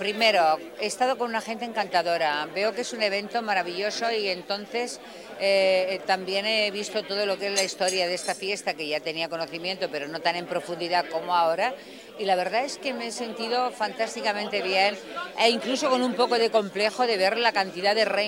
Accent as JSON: {"language": "Spanish", "region": "Region of Murcia", "country": "Spain", "moved": "yes", "lives_now": "Madrid, Spain", "said": "pero yo soy murciana"}